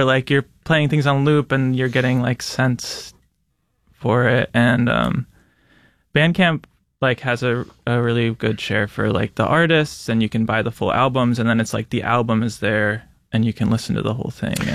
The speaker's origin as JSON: {"language": "English", "region": "New Jersey", "country": "United States", "moved": "as an adult", "lives_now": "Rochester, United States", "said": "I'm from New Jersey originally. Mm-hmm. Like, upstate, and I moved here like 10 years ago or so"}